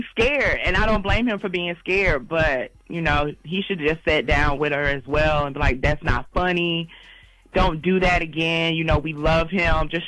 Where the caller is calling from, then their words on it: Atlanta, Georgia, United States; I'm calling from Atlanta, Georgia.